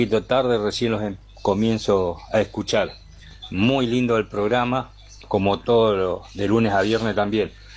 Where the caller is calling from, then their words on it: Puerto Gaboto, Santa Fe, Argentina; yo soy de Puerto Gaboto también.